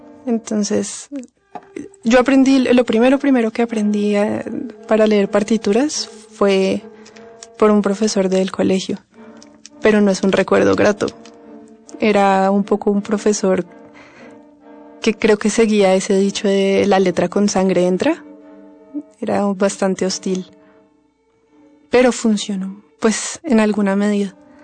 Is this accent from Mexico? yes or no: no; Bogotá, Colombia; born there; Yo nací en Bogotá, que es la capital de Colombia, en una familia con un padre melómano